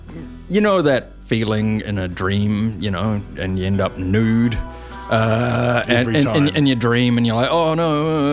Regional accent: Auckland, New Zealand; I'm from here. Auckland. I grew up in Beachhaven.

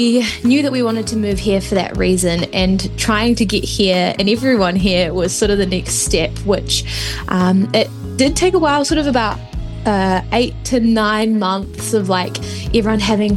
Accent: Dunedin, Otago, New Zealand; now in Wellington, New Zealand; we'd studied in Dunedin and I'm from Dunedin, Jakira's from Dunedin, we were so ready for a change.

